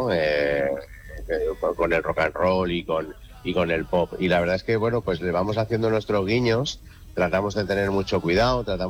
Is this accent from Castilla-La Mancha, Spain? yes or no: no; Aragon, Spain; El que somos de Aragón y la tierra tira mucho, macho.